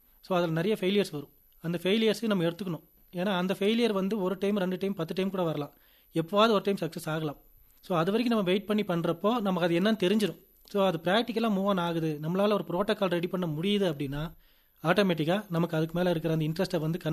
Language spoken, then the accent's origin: Tamil; Solur, Tamil Nadu, India; born there; நான் வந்து நீலகிரி மாவட்டம் உதகமண்டலம் சோலூர் கிராமம் அங்கே தான் பிறந்தேன்.